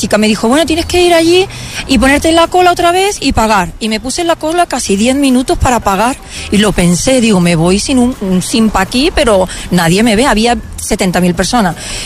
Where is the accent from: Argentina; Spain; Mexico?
Spain; Málaga, Andalusia; Que nosotros somos de Málaga.